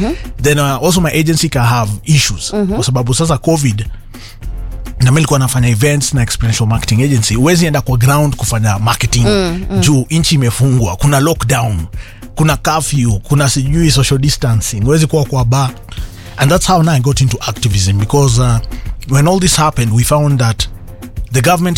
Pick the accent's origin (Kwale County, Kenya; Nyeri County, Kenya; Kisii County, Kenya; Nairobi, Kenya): Nairobi, Kenya; So nimezaliwa Golf Course estate, mm-hmm. inaitwa Highview Vista, huko ni mtaa.